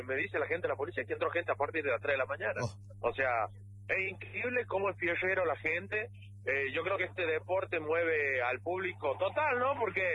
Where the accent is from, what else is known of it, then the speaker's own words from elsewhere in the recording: La Rioja, Argentina; Sí, somos de La Rioja. Trabajamos Radio La Torre, allá en La Rioja.